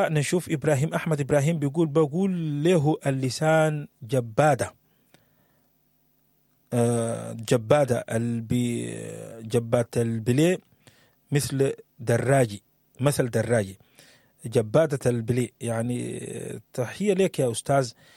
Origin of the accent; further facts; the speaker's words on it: Sudan; زي ما بنقول احنا كسودانيين